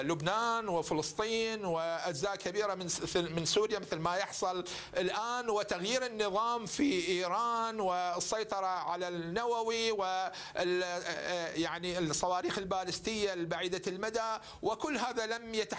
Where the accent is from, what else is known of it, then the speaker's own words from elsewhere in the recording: Iraq; أنا عراقي، لا أتحدث عن إيران، ليس المتحدث باسم الجمهورية الإيرانية، أنا عراقي، لكن أقول هذا القانون الدولي.